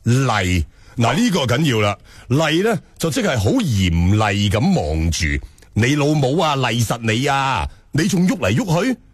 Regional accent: Guangzhou, Guangdong, China; accent: Guangzhou Cantonese; 呢点咧同我哋广州话讲嘅眯就好唔一样，所以有乜法子我山东个 friend 唔听到头晕呢？

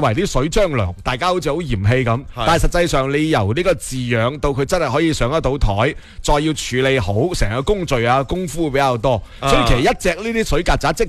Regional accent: Panyu, Guangdong, China; 因为细佬我系番禺人啊嘛。

